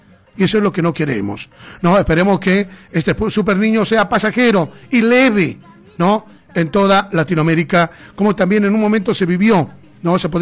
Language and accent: Spanish; Bolivia